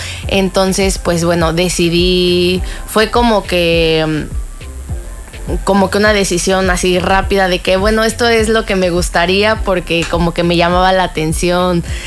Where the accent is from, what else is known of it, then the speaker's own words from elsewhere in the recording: Mexico City, Mexico; now in Cancún, Mexico; yo soy de la Ciudad de México.